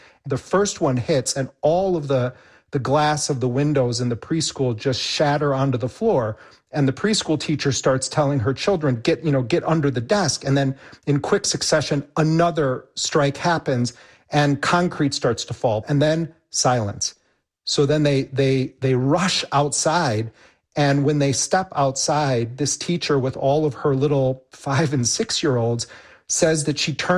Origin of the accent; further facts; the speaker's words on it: United States; especially because we're American